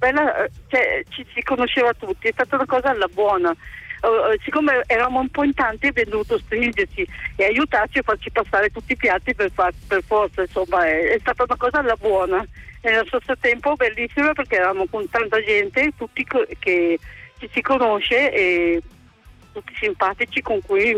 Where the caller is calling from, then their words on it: Valstrona, Piedmont, Italy; Da sopra in Vallestrona, da sopra il lago d'Orta